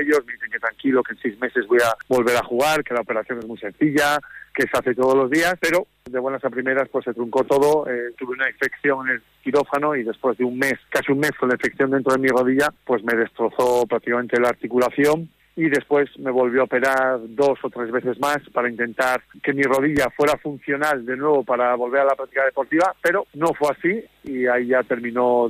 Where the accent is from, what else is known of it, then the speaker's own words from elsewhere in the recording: Los Corrales de Buelna, Cantabria, Spain; Sí, eso es. Nací en Torrelavega y rápidamente fui a los Corrales de Buelna, cuna del balonmano también.